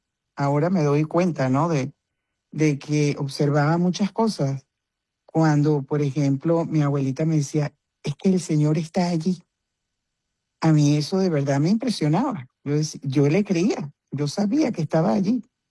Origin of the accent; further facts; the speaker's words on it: Bogotá, Colombia; born there; Pues nací en Colombia, en Bogotá. Tuve la oportunidad de vivir poco tiempo en Bogotá